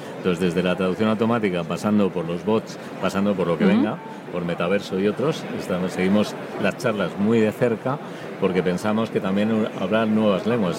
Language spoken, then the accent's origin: Spanish; Spain; yo digo primer país porque soy español